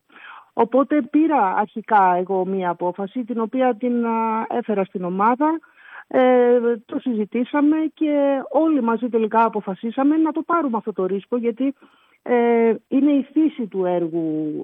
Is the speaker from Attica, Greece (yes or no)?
yes; Athens, Attica, Greece; now in Eleftheroupoli, Greece; Εγώ επειδή τυχαίνει και είμαι από την Αθήνα